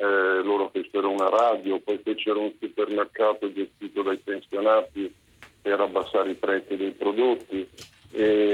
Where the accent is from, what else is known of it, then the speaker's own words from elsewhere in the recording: Prato, Tuscany, Italy; sono arrivato adesso sono a Verona a lavorare, a recitare, e vengo da Prato